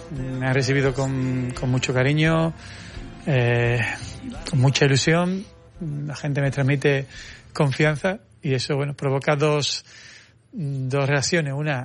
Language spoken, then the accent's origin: Spanish; San Fernando, Andalusia, Spain; now in Barcelona, Spain; porque San Fernando es mi ciudad, es mi tierra, es mi pueblo donde nací y donde me encuentro, pero valoro mucho, ¿no? En un momento de mi vida que estaba quizás en mi mejor zona de confort, haber dado el paso de venirme aquí a Barcelona